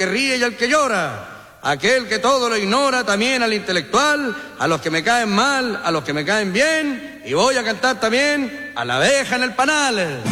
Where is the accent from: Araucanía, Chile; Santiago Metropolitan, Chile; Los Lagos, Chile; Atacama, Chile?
Araucanía, Chile; Temuco; Bueno, lo que pasa es que yo soy de Temuco. Temuco es una ciudad muy bonita, oiga.